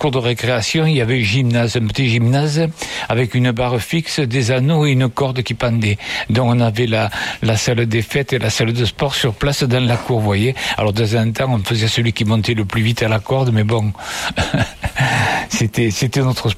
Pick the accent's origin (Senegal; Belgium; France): France; Saint-Rome-de-Tarn, Occitanie; born there; moved away as an adult; also born or lived in Saint-Affrique / Rodez / Alpes-Maritimes; j'ai connu Saint-Rome, j'avais 6 ans, c'était en 1950, donc j'ai fait ma scolarité ici à Saint-Rome, puis à Sainte-Afrique et à Rhodes, puis comment dirais-je, le travail m'a amené sur la côte d'Azur, dans les Alpes-Maritimes, ce n'est qu'à la retraite que j'ai retrouvé Saint-Rome en 1982